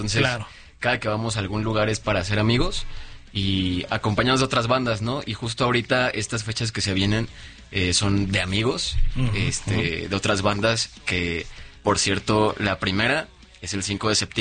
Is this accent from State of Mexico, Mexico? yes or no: yes; Nicolás Romero, State of Mexico, Mexico; Somos del Estado de México, de Nicolás Romero. Exactamente.